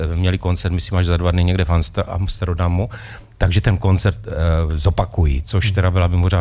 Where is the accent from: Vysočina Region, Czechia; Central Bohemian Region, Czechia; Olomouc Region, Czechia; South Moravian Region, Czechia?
South Moravian Region, Czechia; Slavkov u Brna; No tak já jsem místní ze Slavkovou Brno.